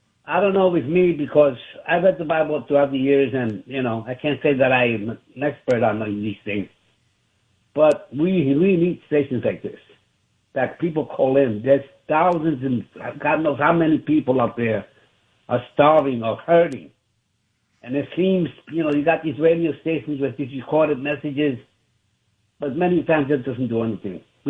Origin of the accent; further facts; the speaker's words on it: New York, United States; I'm out here in Florida. I'm originally from New York. It's a long story.